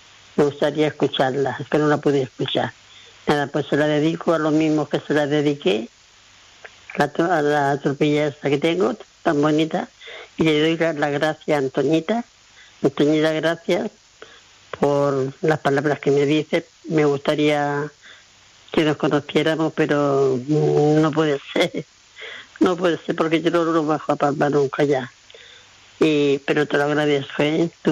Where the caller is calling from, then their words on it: Son Servera, Balearic Islands, Spain; Mira, Manu … de Sonserra.